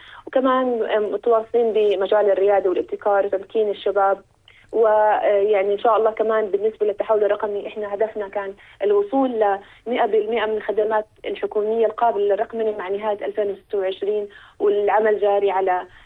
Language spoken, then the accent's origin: Arabic; Jordan; عندنا في الأردن.